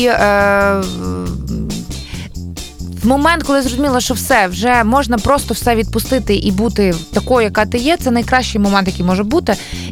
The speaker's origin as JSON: {"language": "Ukrainian", "town": "Chervonohrad", "region": "Lviv Oblast", "country": "Ukraine", "tie": "born or raised there", "said": "Червоноград, моє рідне місто. Зараз це вже... Шептицький, здається."}